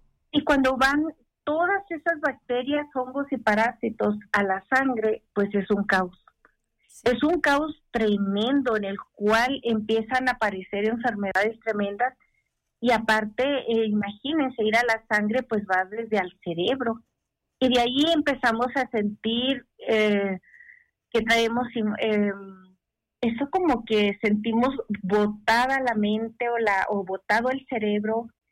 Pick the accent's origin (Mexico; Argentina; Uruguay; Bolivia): Mexico